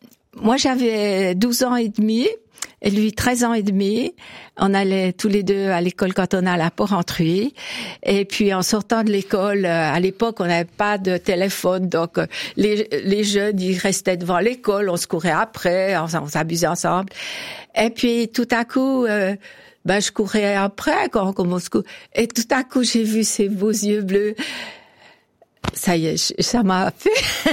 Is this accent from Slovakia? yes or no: no; France; born there; Je suis né en France.